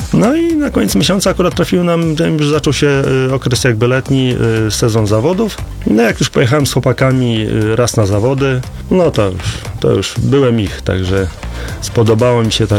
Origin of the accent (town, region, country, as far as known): Biskupiec, Warmian-Masurian Voivodeship, Poland